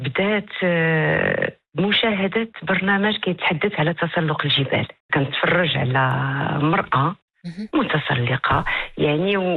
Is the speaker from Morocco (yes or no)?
yes; Morocco; لأنه إحنا كان حاضروا من مناطق جنوبية، فكان دائما في الصغر ديالنا كانوا العطل الصيفية كان مشيوا كان لعبوا في تحت الجبال أنا والإخوان.